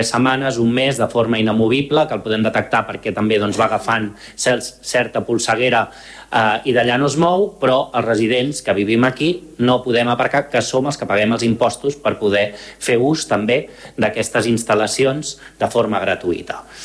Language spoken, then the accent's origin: Catalan; Malgrat de Mar, Catalonia, Spain; els que som de Malgrat i tenim cotxe a Malgrat